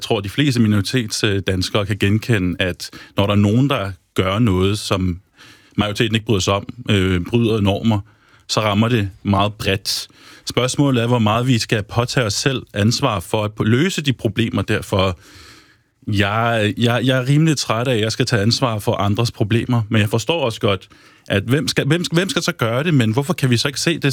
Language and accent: Danish; Aarhus, Central Denmark Region, Denmark; now in Copenhagen, Denmark; Jeg kommer fra Aarhus. Mine oldeforældre kom hertil fra Tyrkiet.